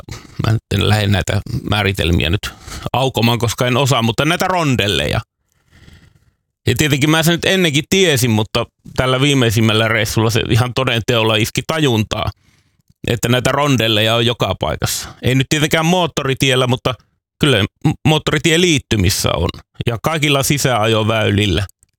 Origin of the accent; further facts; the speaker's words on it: Northern Finland, Finland; Koska Pohjois-Suomessa, mistä mä oon kotoisin, niin siellä oli mun mielestä mun nuoruudessa vain yksi monikaistainen liikenneympyrä.